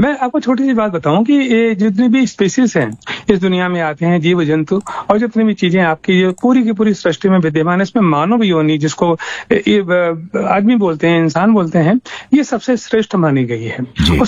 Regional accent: Kanpur, Uttar Pradesh, India; मैं कानपुर शहर का निवासी हूं

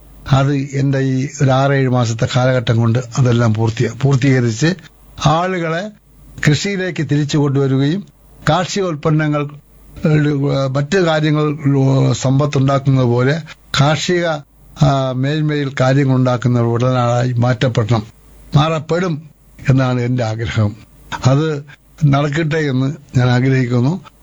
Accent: Vellanad, Kerala, India

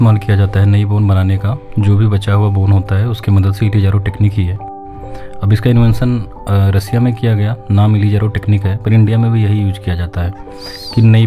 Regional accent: Uttar Pradesh, India; मैं इसी क्षेत्र का रहने वाला हूँ, यहीं का मैं नागरिक हूँ, अगर उनकी चीज़ों को मैं नहीं समझ पाऊँगा तो हमसे बेहतर कोई नहीं समझ सकता। यहाँ इस जिले का जो सबसे पिछड़ा एरिया तरबगंज है, वहाँ का जो सबसे पिछड़ा एरिया है वहाँ मेरा घर है

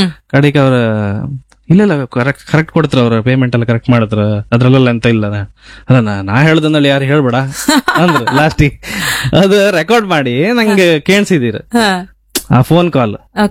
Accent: Kundapura, Karnataka, India

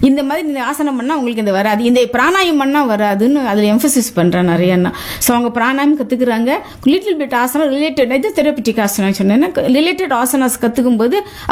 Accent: Tamil Nadu, India; born there; moved away; நான் வந்து தமிழ்நாடு பொண்ணு, ஆக்சுவலி தமிழ்நாட்டில் தானே நாங்கள் பிறந்தோம்

